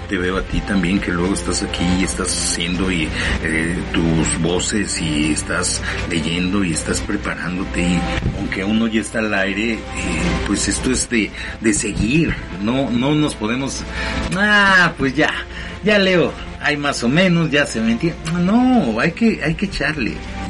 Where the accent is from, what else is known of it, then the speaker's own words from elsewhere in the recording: Mexico; nosotros como mexicanos